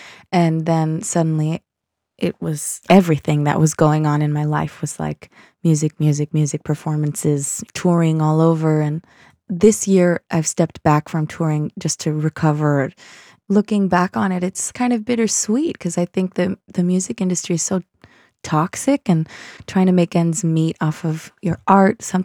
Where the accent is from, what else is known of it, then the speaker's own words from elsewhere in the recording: Boston, Massachusetts, United States; And I think I have this theory that it has to do with my growing up in Boston.